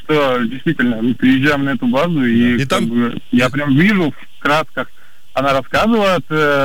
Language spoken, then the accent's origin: Russian; Voronezh, Voronezh Oblast, Russia; я из Воронежа.